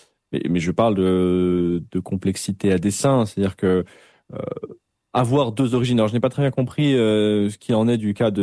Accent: Belgium

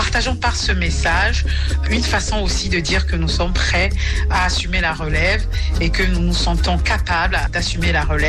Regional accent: Benin; chanteuse béninoise.

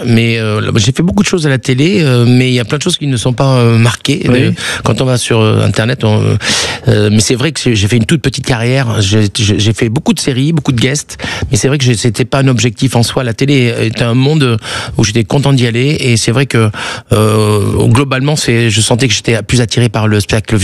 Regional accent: France; accent: French; Heureusement qu'ils disaient que j'étais charming, enfin mon petit côté French avec mon accent

